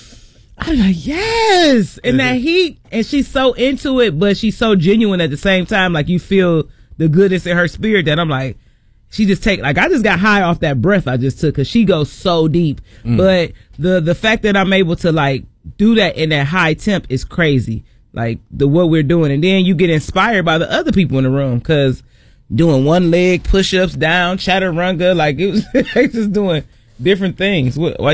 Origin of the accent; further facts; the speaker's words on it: East Cleveland, Ohio, United States; I love that I grew up in East Cleveland.